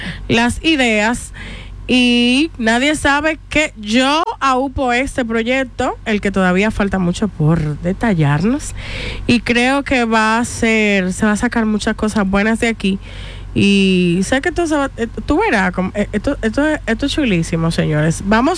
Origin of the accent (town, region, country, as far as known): Dominican Republic